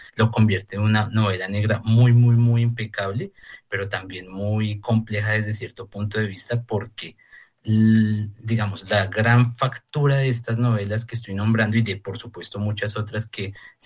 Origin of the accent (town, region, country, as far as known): Colombia